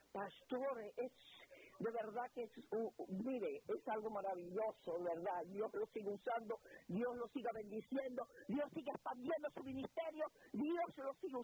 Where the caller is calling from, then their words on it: New York, United States; De aquí de Brooklyn. Yo vivo cerca de su iglesia, aunque yo voy a otra.